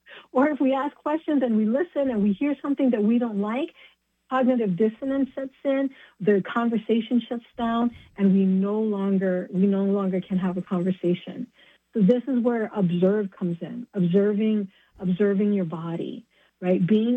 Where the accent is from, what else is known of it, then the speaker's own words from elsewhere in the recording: Hawaii, United States; now in Washington State, United States; I'm from Hawaii, and moving up here to Washington State, I didn't know what layering was when I first moved here.